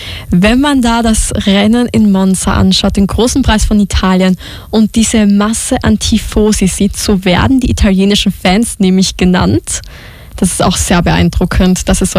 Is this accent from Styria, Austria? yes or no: yes; Styria, Austria; ich bin eigentlich eine Steirerin.